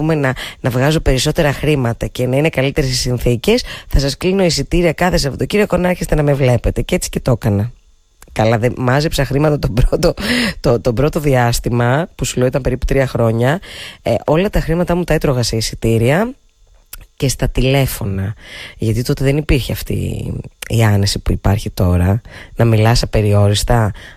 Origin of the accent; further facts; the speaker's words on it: Thessaloniki, Central Macedonia, Greece; now in Athens, Greece; όταν έφυγα από τη Θεσσαλονίκη για να έρθω στην Αθήνα, στεναχωρήθηκαν πολύ κάποιοι δικοί μου άνθρωποι.